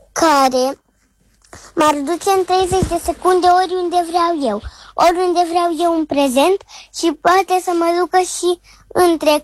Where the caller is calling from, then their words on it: Constanța, Constanța County, Romania; din Constanța și am 6 ani.